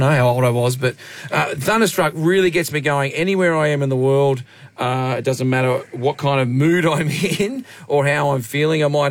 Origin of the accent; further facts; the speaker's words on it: Australia; born there; this is the first song I saw on TV as a kid, which was on a channel called Rage in Australia.